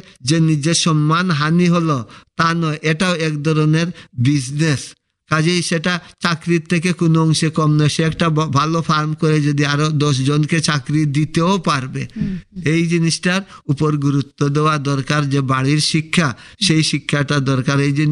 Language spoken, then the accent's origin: Bangla; Tripura, India